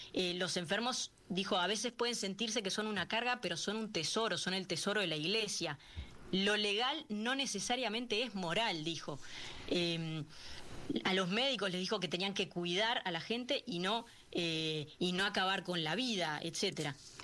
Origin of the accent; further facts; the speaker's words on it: Uruguay; como uruguayos, somos un poco herederos de esa cultura o de ese intelectualismo.